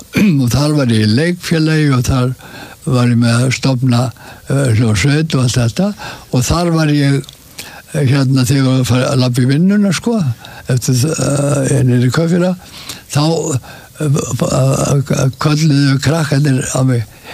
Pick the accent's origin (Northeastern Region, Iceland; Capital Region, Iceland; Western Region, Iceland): Capital Region, Iceland; Reykjavík; Já, ég alinn upp í Reykjavík alveg með allir stórum staði þegar skilningi að ég alinn upp í tjörninni Reykjavík það ég fættist á Eiríksgötunni